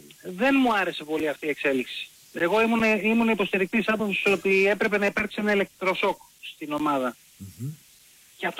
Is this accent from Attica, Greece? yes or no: yes; Nea Smyrni, Attica, Greece; από Νέα Σμύρνη, Ολυμπιακός.